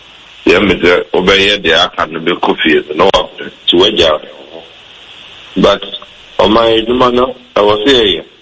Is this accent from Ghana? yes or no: yes; Ghana; I wish one as a Ghanaian things were a lot easier for us than they are now.